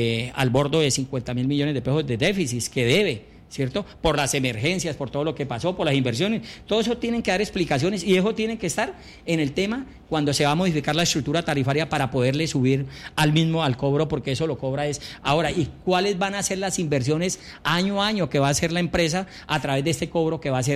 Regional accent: Villavicencio, Meta, Colombia

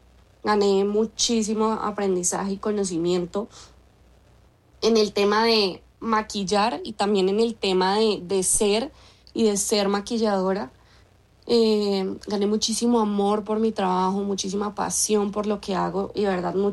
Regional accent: Colombia; porque soy colombiana

